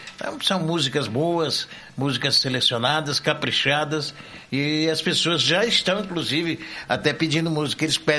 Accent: São Paulo, Brazil; born there; moved away; also born or lived in Guaratuba; E depois disso, porque na realidade eu nasci em São Paulo.

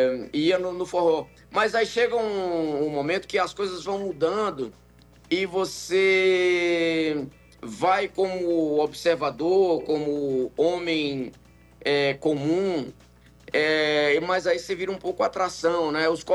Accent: Northeast Region, Brazil; moved away; quando eu vim do Nordeste pro Sudeste, fiquei morando 5 meses lá

